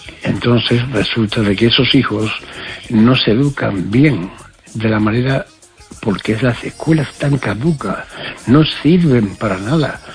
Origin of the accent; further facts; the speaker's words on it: Spain; bueno, llegué aquí, soy español, pero resulta de que la situación por a finales de los años 80